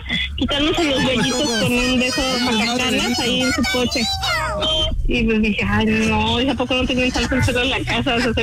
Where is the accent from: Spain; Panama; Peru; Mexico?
Mexico; Mexico City